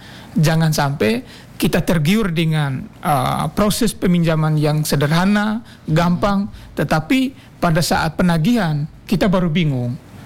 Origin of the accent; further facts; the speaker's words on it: Nangaba, East Nusa Tenggara, Indonesia; now in Semarang, Indonesia; Saya asli ATN deh.